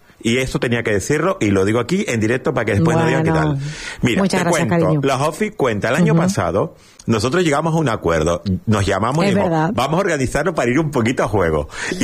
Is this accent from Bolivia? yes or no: no; Canary Islands, Spain; aunque todos somos canarios y todos estamos aquí por luchar.